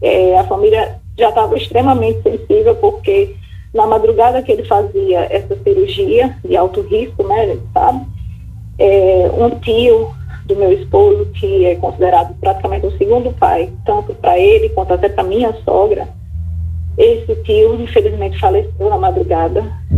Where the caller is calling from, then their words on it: Natal, Rio Grande do Norte, Brazil; Falo de Natal, Rio Grande do Norte.